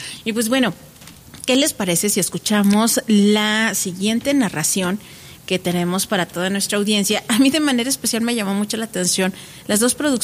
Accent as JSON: {"language": "Spanish", "region": "Durango", "country": "Mexico", "said": "siempre que nos preguntan, ¿de dónde eres? A veces mencionamos, de la tierra de los alacranes, ¿no?"}